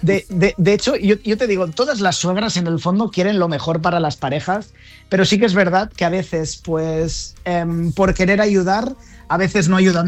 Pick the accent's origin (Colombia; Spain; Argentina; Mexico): Spain; Catalonia; como buenos catalanes miramos mucho el tema del presupuesto